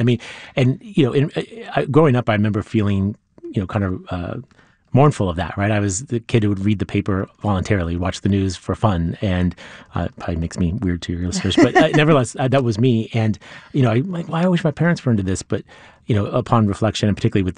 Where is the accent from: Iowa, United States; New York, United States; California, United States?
California, United States; San Diego; Well, we're both from Claremont, so yeah.